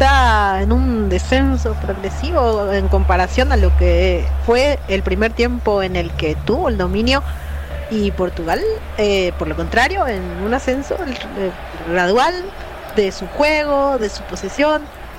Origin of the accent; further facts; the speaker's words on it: Paraguay; yo, como paraguaya